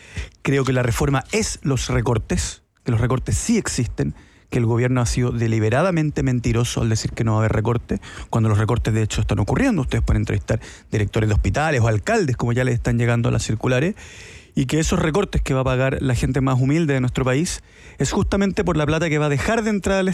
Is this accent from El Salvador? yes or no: no; Chile; Como chileno, el argentino es tu hermano, pues si nos independizamos juntos.